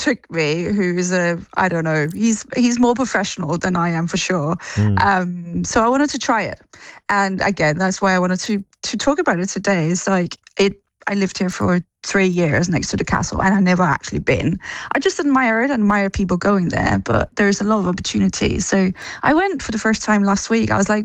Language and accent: English; Denmark; now in London, United Kingdom; I grew up in Denmark on a beach